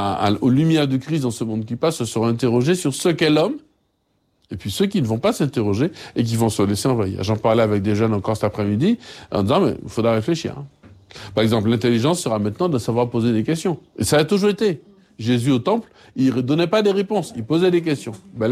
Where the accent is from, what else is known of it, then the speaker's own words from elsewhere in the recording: Martinique; Alors c'est chez nous en Martinique peut-être un drame, parce que justement les jeunes qui découvrent la valeur travail et la beauté du travail, ben, se disent mais qu'ils n'ont pas envie de rester au pays.